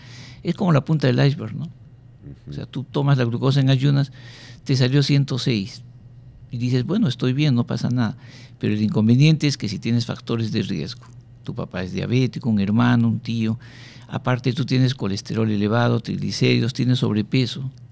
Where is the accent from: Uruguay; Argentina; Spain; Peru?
Peru; Cusco; yo de Cusco. Hice mi pregrado en la Universidad San Antonio Abad de Cusco.